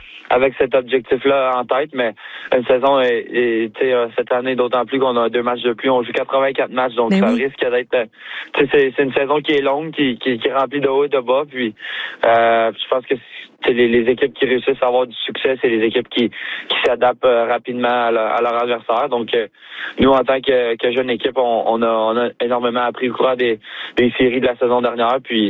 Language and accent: French; Quebec, Canada; Comme tu as dit, en tant que Québécois, de jouer pour le Canadien, c'est spécial.